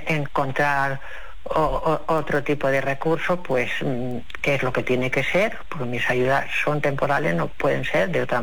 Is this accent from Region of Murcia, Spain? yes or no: no; Badalona, Catalonia, Spain; yo soy de Badalona, pero he estado muchos años viviendo fuera de Badalona